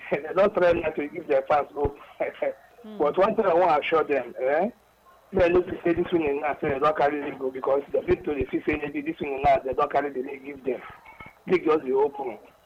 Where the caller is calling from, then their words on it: Port Harcourt, Rivers, Nigeria; I come from Port Harcourt.